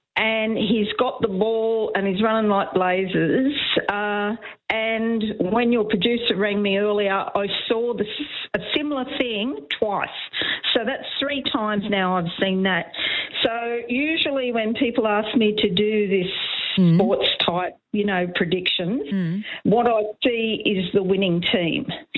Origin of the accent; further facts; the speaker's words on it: Sydney, New South Wales, Australia; When I was growing up in Sydney